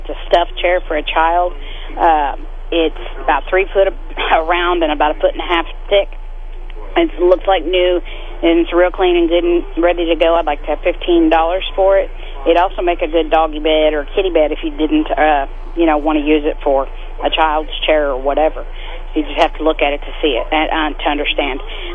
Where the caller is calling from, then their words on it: Marshall, Missouri, United States; Hi, I'm calling from Marshall.